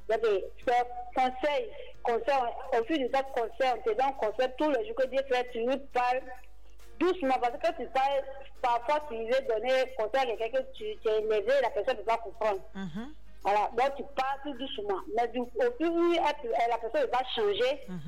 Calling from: Bingerville, Abidjan, Côte d’Ivoire; De Benjerville.

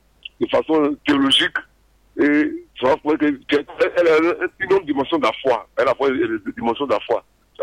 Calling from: Toumodi, Bélier, Côte d’Ivoire; Oui, depuis Toumoudi. Je suis à Toumoudi.

